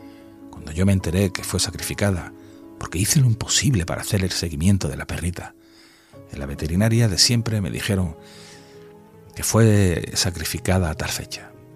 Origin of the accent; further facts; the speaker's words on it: Seville, Andalusia, Spain; now in Zaragoza, Spain; Decir que soy sevillano, afincado en Zaragoza desde el 2000 más o menos, y puse raíces en esa ciudad.